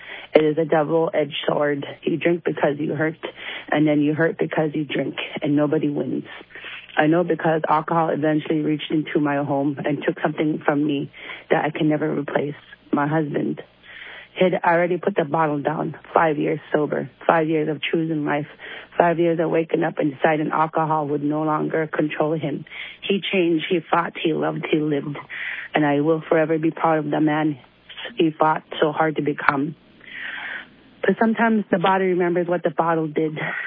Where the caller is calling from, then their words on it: Anchorage, Alaska, United States; Hi, I'm calling from Anchorage as anonymous.